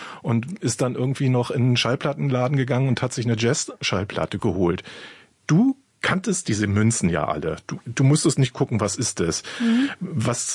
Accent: Berlin, Germany; Aber wir könnten eigentlich als Berliner auch auf Mondamin ein bisschen stolzer sein.

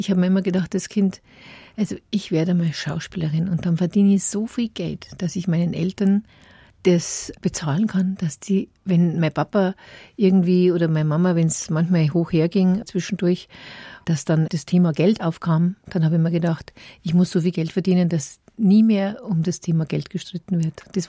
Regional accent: Munich, Bavaria, Germany; bis ich 10 Jahre alt habe ich sind wir in Schwabing aufgewachsen. Und dann sind wir Gott sei Dank nach Moosach gezogen, ans Ende der Welt. Damals, weil da war gar nichts, da war noch Oberwiesenfeld, da gab es kein Olympiagelände, gar nichts.

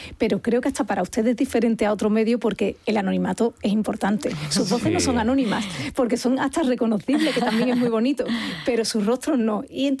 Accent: Andalusia, Spain; Y por tanto el narcotráfico a mí me preocupa como andaluza que soy.

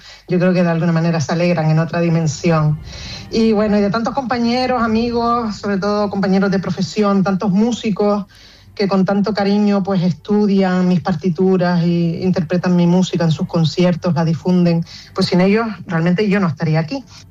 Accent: Canary Islands, Spain

